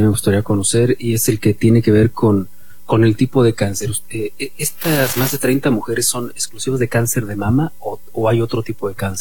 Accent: Querétaro, Mexico

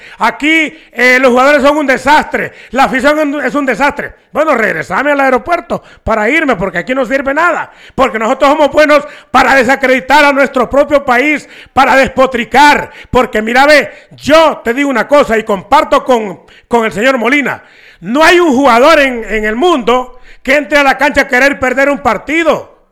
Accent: Honduras; los hondureños, porque nosotros estamos acostumbrados a hartarnos arroz y frijoles y eructar carne y pescado. Eso es lo que somos los hondureños.

